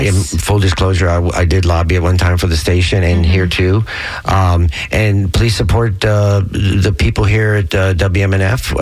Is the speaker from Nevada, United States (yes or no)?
no; Miami, Florida, United States; I'm from Miami. You have to survive in Miami. You have to speak Spanish.